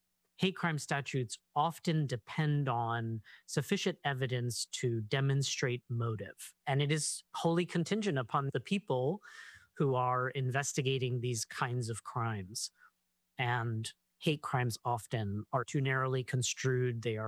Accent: Colorado Springs, Colorado, United States; born or raised there

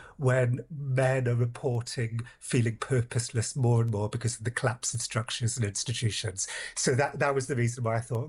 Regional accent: Wales, United Kingdom; now in United States; Right, yes, my home country, Wales, has 427 castles.

